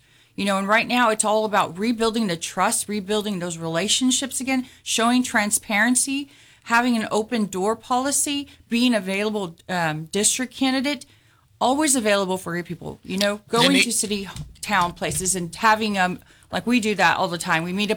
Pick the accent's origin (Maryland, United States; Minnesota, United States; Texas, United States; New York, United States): Texas, United States; Corpus Christi; I am born and raised in Corpus Christi.